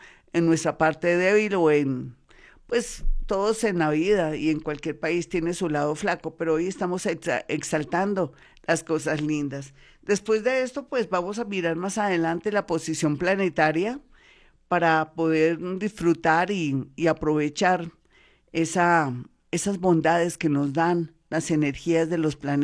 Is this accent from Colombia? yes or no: yes; Colombia